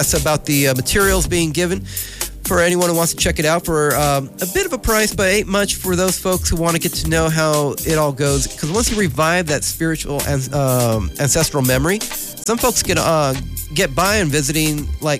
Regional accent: Fairfield, California, United States; moved away; I suddenly moved back to town, my hometown.

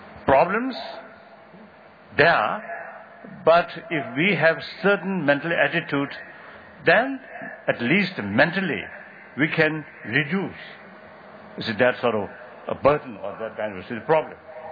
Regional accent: Tibet, China; I come from Tibet

